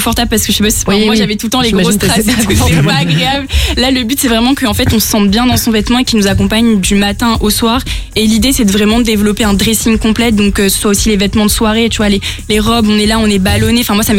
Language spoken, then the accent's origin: French; Île-de-France, France; Ouais, je viens d'Île-de-France du 91.